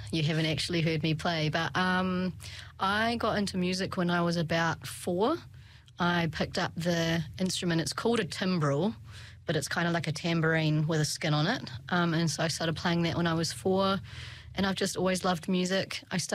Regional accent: Christchurch, Canterbury, New Zealand; born and raised in Christchurch.

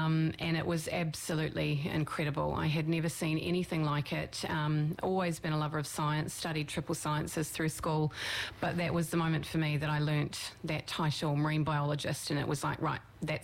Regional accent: Hawke's Bay, New Zealand; I was so lucky growing up in Central Hawke's Bay.

